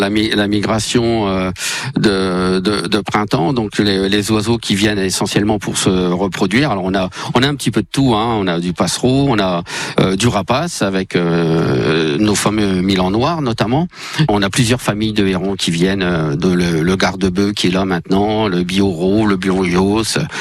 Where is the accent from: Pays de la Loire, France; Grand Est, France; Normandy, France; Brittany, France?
Grand Est, France; Vitry-le-François; moved away; Enfant du pays, je suis né ici à Vitry-le-François.